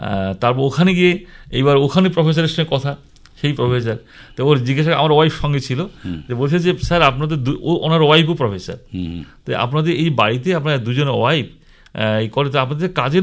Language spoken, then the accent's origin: Bangla; India